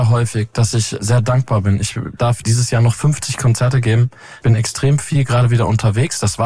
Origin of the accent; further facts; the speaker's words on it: Vlotho, North Rhine-Westphalia, Germany; ich komme aus Ostwestfalen, ich bin gerne mit beiden Füßen am Boden.